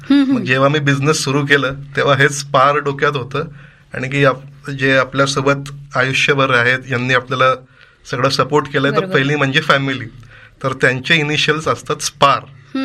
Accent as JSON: {"language": "Marathi", "town": "Jalgaon", "region": "Maharashtra", "country": "India", "tie": "born or raised there", "said": "माझं बालपण म्हणजे born and brought up in Jalgaon only."}